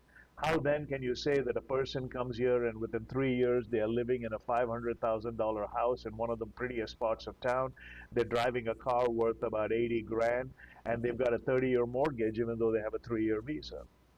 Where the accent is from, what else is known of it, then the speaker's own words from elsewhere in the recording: India; now in United States; I'm from India. I'm a first-generation migrant. I came into this country legally.